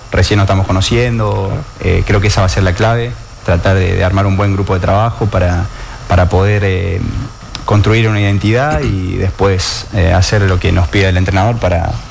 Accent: Villa Mercedes, San Luis, Argentina; born there; now in San Francisco, Argentina; Nacido en Villa Mercedes, San Luis, pero estoy radicado en San Francisco hace como 13, 14 años. Así que yo siempre digo que soy de San Francisco.

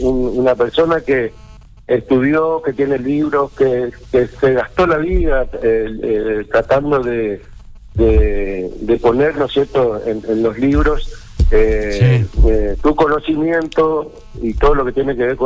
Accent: Corrientes, Argentina; En Corrientes tenemos destacados festivales

